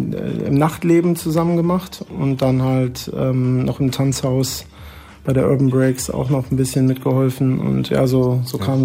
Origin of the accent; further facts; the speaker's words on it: Münster, North Rhine-Westphalia, Germany; moved away; also born or lived in Mannheim; ich komme ja aus Münster